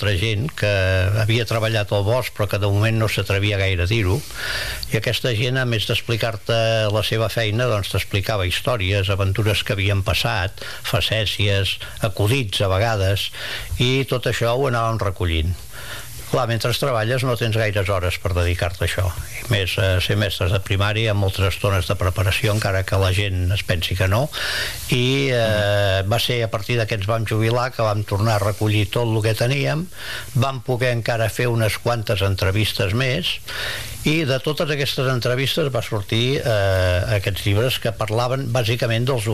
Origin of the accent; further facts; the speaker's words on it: Sant Feliu de Codines, Catalonia, Spain; jo soc de Sant Feliu de Codines i allà, a la canalla, el bosc el teníem tan a prop que era el nostre lloc de jocs i de històries i d'aventures.